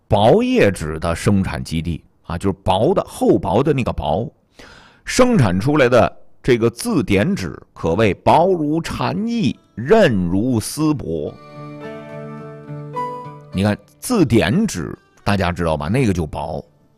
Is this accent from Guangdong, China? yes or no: no; Jinzhou, Liaoning, China